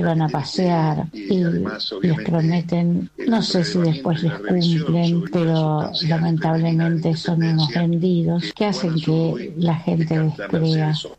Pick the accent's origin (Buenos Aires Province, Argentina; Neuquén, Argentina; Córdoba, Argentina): Buenos Aires Province, Argentina; Quilmes; de Quilmes, estoy escuchando los mensajes.